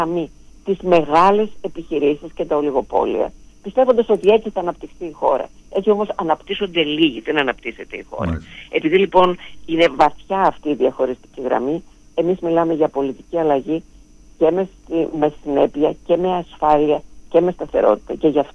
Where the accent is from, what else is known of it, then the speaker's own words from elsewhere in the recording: Kozani, Western Macedonia, Greece; Εγώ, όπως ξέρετε, κατάγομαι από την Μακεδονία, από την Κοζάνη.